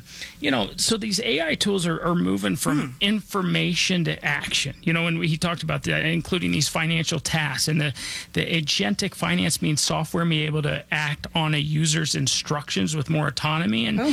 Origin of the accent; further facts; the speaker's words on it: Denver, Colorado, United States; I was born and raised here in Denver.